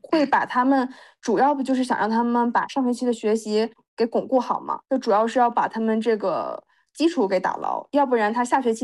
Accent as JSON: {"language": "Chinese", "region": "northern China", "country": "China", "said": "它贵州这边的是跟咱们北方不太一样的"}